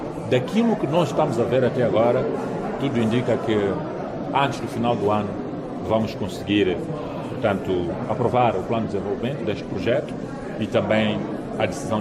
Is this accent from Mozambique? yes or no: yes; Mozambique; nós como moçambicanos